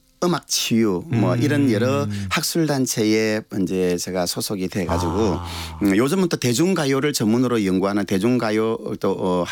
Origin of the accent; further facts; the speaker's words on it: Uiryeong, South Gyeongsang, South Korea; moved away; 제 고향에서 매년 이렇게 개최되고 있는